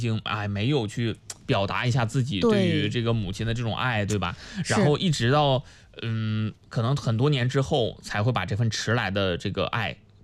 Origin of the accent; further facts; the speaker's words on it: China